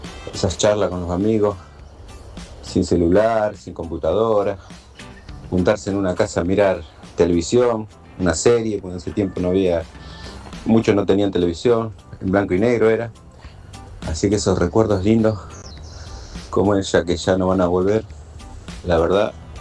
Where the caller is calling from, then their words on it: San Antonio de Areco, Buenos Aires Province, Argentina; de San Antonio Areco. Y mirá, lo que más extraña acá, esto es un pueblo.